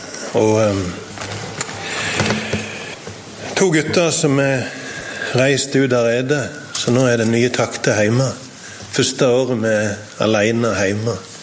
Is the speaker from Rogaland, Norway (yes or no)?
yes; Sokndal, Rogaland, Norway; moved away as an adult; also born or lived in Indonesia; now in Stavanger, Norway; Så kommer jeg opprinnelig fra Sokndal.